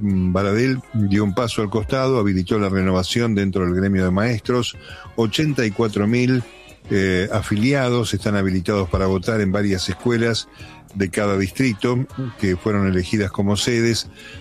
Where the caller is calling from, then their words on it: Avellaneda, Buenos Aires Province, Argentina; Hola Mario … de Avellaneda